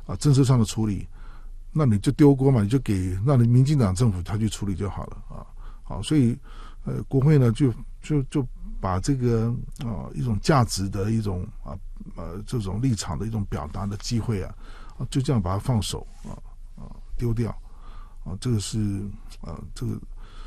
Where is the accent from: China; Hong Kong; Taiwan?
Taiwan; 香港人甚至包括我们台湾人都面临了这个这个中国大陆他最近在推动什么这个民族团结促进法